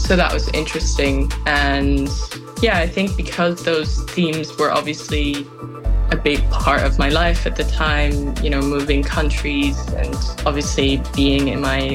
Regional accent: Amsterdam, North Holland, Netherlands; Yeah, it's funny because I grew up in Amsterdam

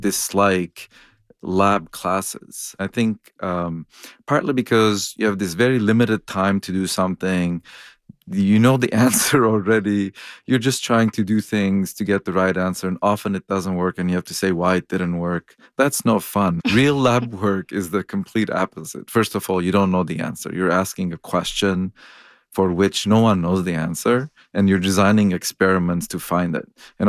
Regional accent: Lebanon; now in United States; I'm an immigrant from Lebanon of Armenian origin, and a lot of folks I know in this category want a medical doctor in the family.

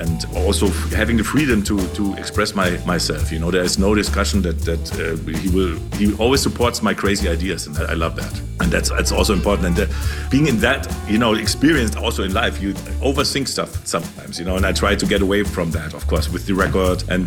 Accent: Munich, Bavaria, Germany; now in Berlin, Germany; I grew up in Munich, where everything stops at 8 o'clock in the evening, and on Sunday or on Saturday then no shops are open.

